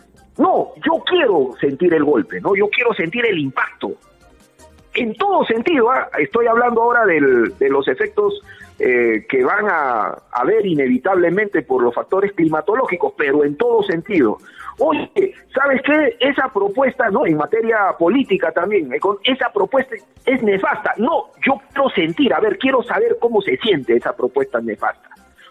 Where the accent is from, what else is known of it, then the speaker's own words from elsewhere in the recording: Peru; Y nuestra idiosincrasia, así somos los peruanos, ¿no?